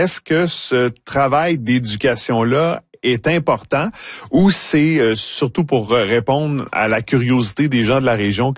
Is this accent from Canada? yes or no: yes; Quebec, Canada; chez nous en Abitibi-Témiscamingue.